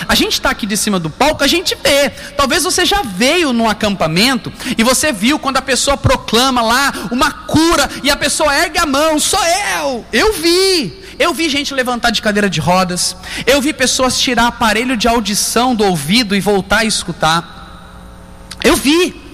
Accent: São José do Rio Preto, São Paulo, Brazil; moved away; Eu sou natural de São José do Rio Preto, interior de São Paulo, dá mais ou menos 700 quilômetros daqui.

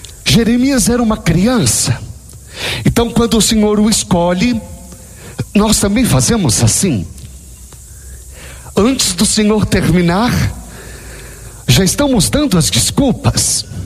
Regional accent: Minas Gerais, Brazil; Anteontem, ou como nós mineiros gostamos de dizer, antonte, não é? Antonte.

